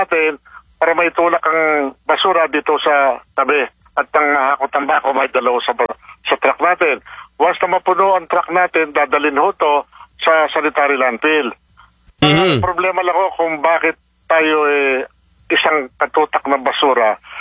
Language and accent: Tagalog; Parañaque, Metro Manila, Philippines; Ang kami ng taga-Paranaque